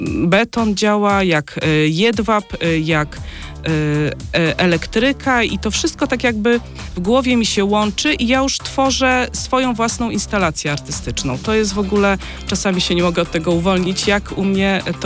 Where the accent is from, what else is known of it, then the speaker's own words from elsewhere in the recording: Siedlce, Masovian Voivodeship, Poland; moved away as an adult; now in Sochaczew, Poland; ja kiedyś, to już było 30 ileś lat temu, mieszkałam w Siedlcach, to jest moje rodzinne miasto.